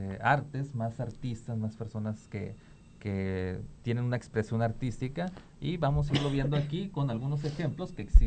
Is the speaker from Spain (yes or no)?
no; Mexico; el mariachi, la banda, todo eso que nos representa como mexicanos